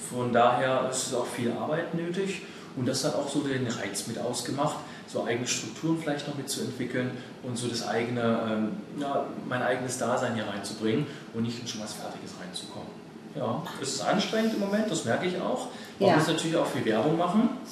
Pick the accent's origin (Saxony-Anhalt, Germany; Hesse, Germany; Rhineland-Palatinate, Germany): Saxony-Anhalt, Germany; Halle; Ich komme aus Halle.